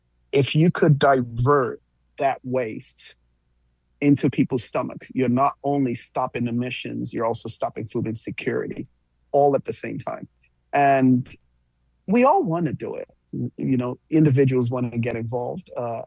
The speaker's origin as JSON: {"language": "English", "country": "Nigeria", "said": "I'm Nigerian. I visit Nigeria a lot."}